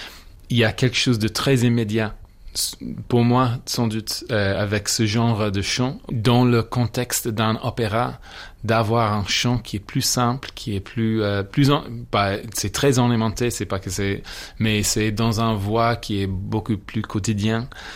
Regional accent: Ireland; French is a second language

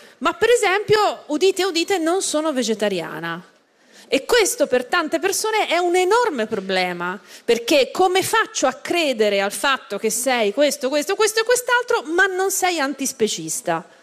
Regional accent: Florence, Tuscany, Italy; io sono di Firenze, no? Cioè, sto a Firenze, noi siamo anche la città che è stata amministrata da Renzi

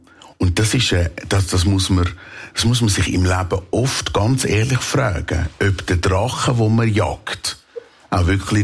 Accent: Männedorf, Zurich, Switzerland; Und das ist so nah an meiner Heimat, das ist Rapperswil. Ich bin Männendörfli, ich bin Seebub.

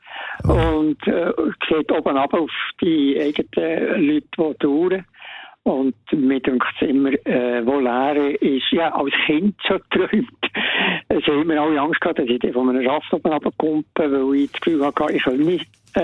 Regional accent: Bern, Switzerland; Ich bin Berner, bei der Rolli.

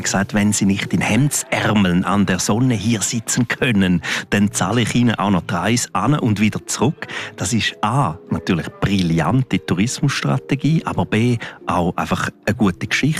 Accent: Graubünden, Switzerland; Ich bin in einem Hotel aufgewachsen am Julierpass, Pferdewechselstation.

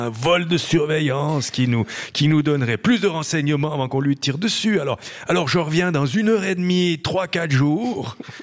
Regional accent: Switzerland; Ça peut avoir un rapport avec une entreprise ou chez nous, en Suisse, avec une armée.

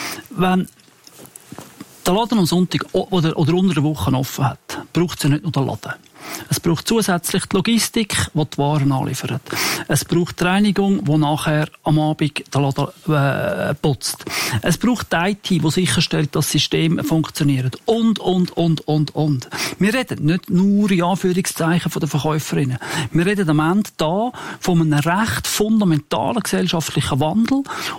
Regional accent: Zurich, Switzerland; Ich bin in Zürich aufgewachsen. Ich wohne immer noch in der Stadt.

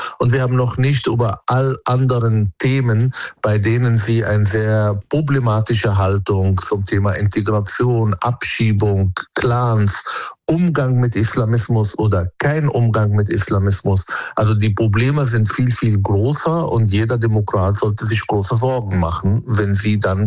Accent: Palestine; Und das ist nicht die legitime Israel-Kritik, die ich mir wünsche, auch vor allem als Palästinenser

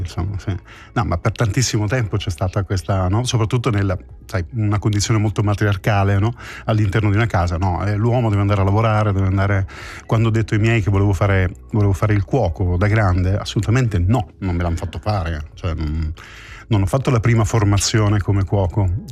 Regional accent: Apulia, Italy; Io sono nato in Puglia, un piccolo paesino in provincia di Brindisi

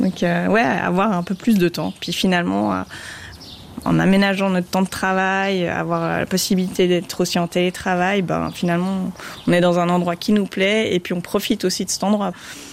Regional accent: Jura, Switzerland; Ça fait bientôt un an qu'on est là. On est jurassien.

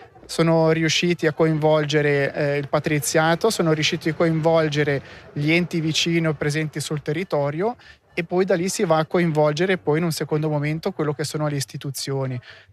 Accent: Acquarossa, Ticino, Switzerland; io sono nato e cresciuto a Ponte Valentino, ora frazione di Acquarossa, ho una cascina in montagna

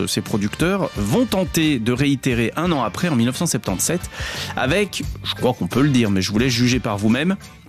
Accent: Switzerland; Alors, chez nous, en Suisse

